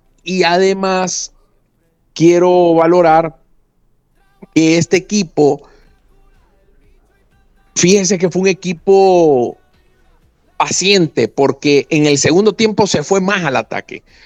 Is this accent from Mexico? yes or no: no; Honduras